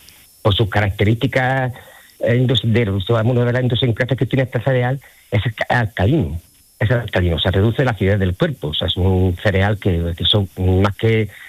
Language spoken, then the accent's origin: Spanish; Andalusia, Spain; los andaluces no conseguimos el pan ácido